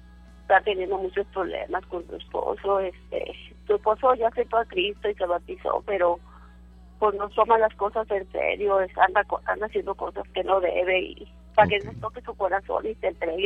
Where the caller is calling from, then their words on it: Allende, Coahuila, Mexico; De acá, de Allende, Coahuila.